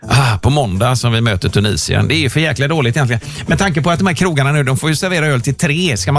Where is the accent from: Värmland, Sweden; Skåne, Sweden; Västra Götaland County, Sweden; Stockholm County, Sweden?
Västra Götaland County, Sweden; Lilla Edet; I mitt pojkrum hemma i Lilla Edet